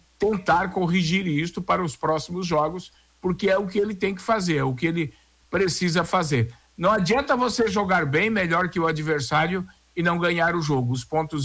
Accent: Santa Catarina, Brazil; eu sou catarinense em primeiro plano, tenho simpatia pelo Botafogo, mas sou catarinense.

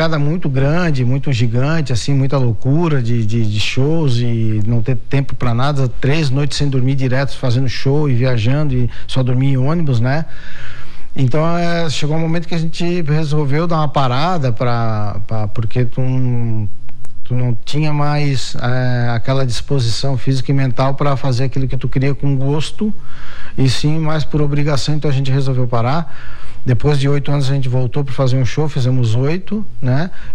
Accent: Imbituba, Santa Catarina, Brazil; Eu sou de Imbituba, né?

